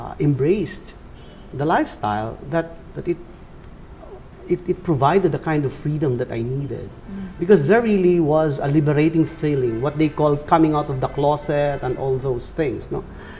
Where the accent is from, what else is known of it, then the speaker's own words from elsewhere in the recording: Angono, Calabarzon, Philippines; I come from Angono, Rizal, which is miles and miles away from Makati, where we are right now.